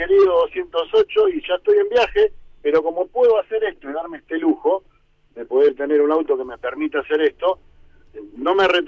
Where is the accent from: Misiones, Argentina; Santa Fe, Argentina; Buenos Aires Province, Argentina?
Buenos Aires Province, Argentina; Lomas de Zamora; Soy de Loma de Zamora.